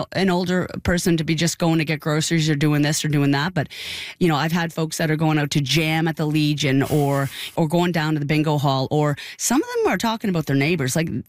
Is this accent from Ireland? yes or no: no; Dartmouth, Nova Scotia, Canada; moved away as an adult; now in Toronto, Canada; I've been in Toronto now living in Toronto for 12 years, and I'm from Dartmouth, Nova Scotia.